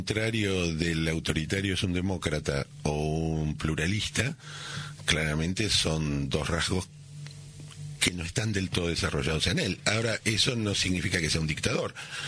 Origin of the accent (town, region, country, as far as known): Argentina